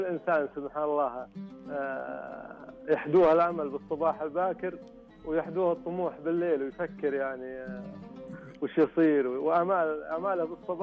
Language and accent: Arabic; Northern Saudi Arabia, Saudi Arabia; احنا عندنا بالشمال طال عمرك فيها تكاتف اجتماعي